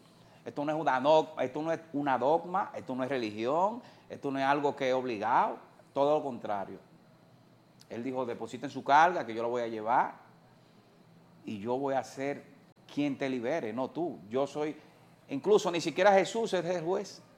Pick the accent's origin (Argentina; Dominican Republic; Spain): Dominican Republic; nosotros que somos dominicanos